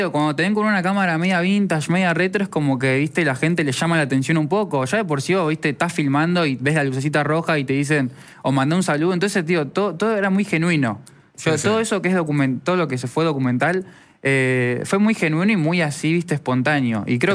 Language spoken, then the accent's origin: Spanish; Rosario, Santa Fe, Argentina; moved away as an adult; En Rosario, soy de Rosario.